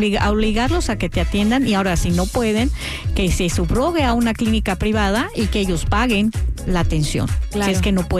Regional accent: Mexico; yo creo que sí hay que levantar la voz como mexicanos, porque es un derecho que tenemos, un derecho como mexicanos.

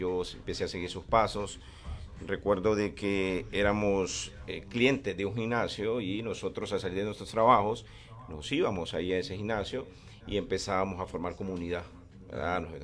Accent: Tegucigalpa, Francisco Morazán, Honduras; nosotros somos de ahí, de la Kennedy.

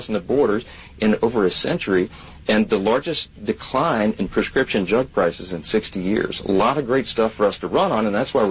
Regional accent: Louisiana, United States; my home state of Louisiana, where I'm sitting this morning

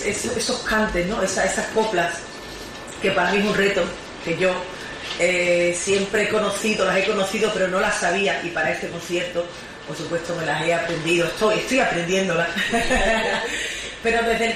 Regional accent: Andalusia, Spain; amo la provincia de Huelva, amo mi tierra

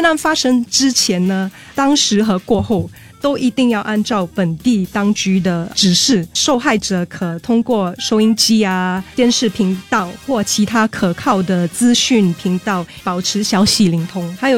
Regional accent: Singapore; 我们也是新加坡人嘛，

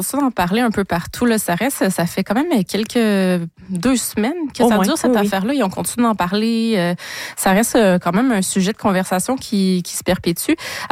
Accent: Canada; en tant que Canadien, puisque ça touche un des nôtres.

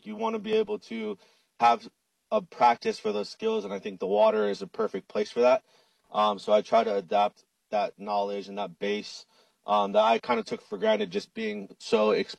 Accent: Makaha, Hawaii, United States; And that's how I learned, was from all my uncles. And growing up in Makaha

